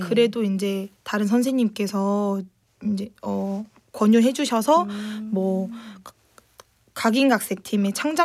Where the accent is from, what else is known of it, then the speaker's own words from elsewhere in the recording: Hwasun, South Jeolla, South Korea; also born or lived in Gwangju; 제가 화순이 고향입니다.